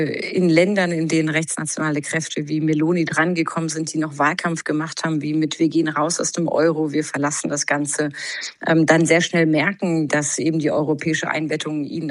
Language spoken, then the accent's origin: German; Germany; Am Ende haben wir als Deutsche davon stark profitiert